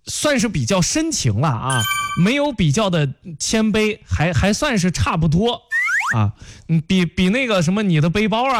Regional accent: Qinyang, Henan, China; 你像我们那儿沁阳，我们那儿土话应该叫鱼焦炒啊，

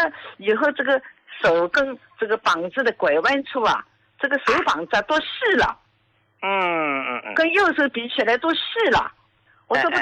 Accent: Jiangsu, China; 我今年73岁，我是江苏的。

